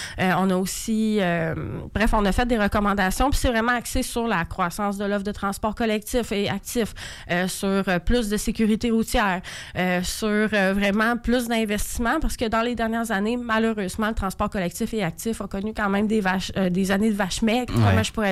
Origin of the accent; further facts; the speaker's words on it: Quebec, Canada; moi, je viens de la Gaspésie